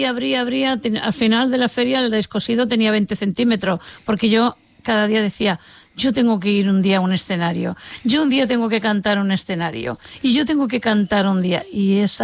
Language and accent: Spanish; La Línea de la Concepción, Andalusia, Spain; Yo soy de Cádiz, de La Línea, y dicen que allí hay un arte para esto.